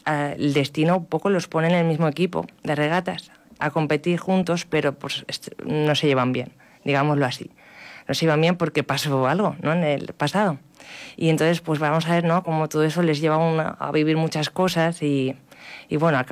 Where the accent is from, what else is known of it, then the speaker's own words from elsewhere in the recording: Salou, Catalonia, Spain; yo soy de Salou.